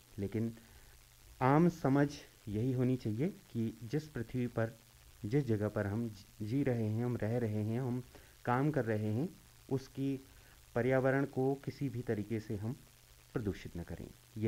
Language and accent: Hindi; the Himalayas, India; हम पर्वत प्रदेश यानी हिमालय के निवासी हैं और हिमालय की तीनों श्रेणियां यानी बृहद हिमालय, मध्य हिमालय, शिवालिक हिमालय के फैलाव में हम बसे हैं